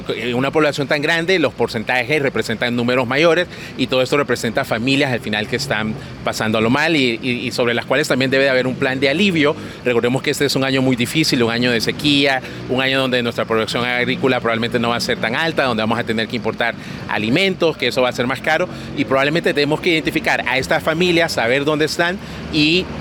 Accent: Honduras

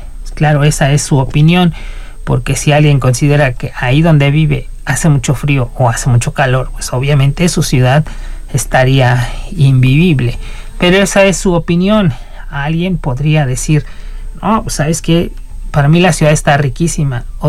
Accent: Seville, Andalusia, Spain; allá en Andalucía, en Sevilla, de donde vengo, 35, 40 grados, tanto que la gente a mediodía de 2, 4 de la tarde no sale, cierra los negocios y demás, ¿no?

